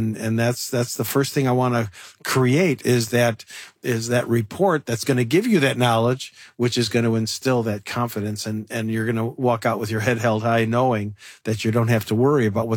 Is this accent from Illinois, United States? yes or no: yes; Chicago, Illinois, United States; I'm from Chicago